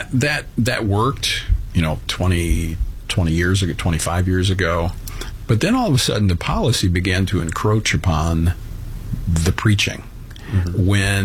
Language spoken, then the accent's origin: English; Louisiana, United States; born or raised there